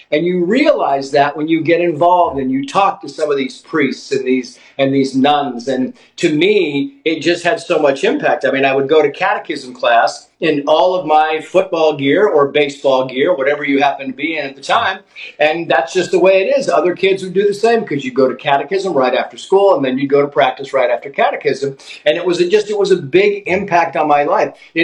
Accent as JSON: {"language": "English", "town": "San Diego", "region": "California", "country": "United States", "tie": "born or raised there", "said": "mean, we are Irish Catholics, and as you say, I grew up in San Diego"}